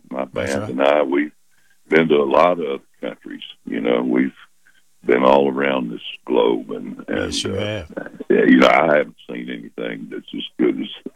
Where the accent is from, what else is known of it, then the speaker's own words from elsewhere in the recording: Louisiana, United States; I live about 50 miles from Shreveport